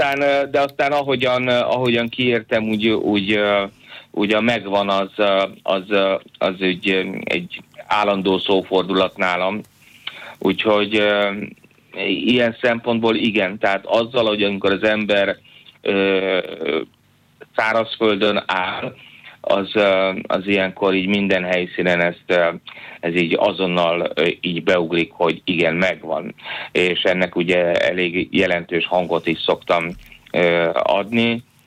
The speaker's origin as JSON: {"language": "Hungarian", "town": "Zalaegerszeg", "region": "Zala", "country": "Hungary", "tie": "born or raised there", "said": "Zalaegerszeg még mindig ugyanúgy a világ közepe. És azon belül is én a Vizslaparkban nőttem fel, fantasztikus gyerekkorom volt"}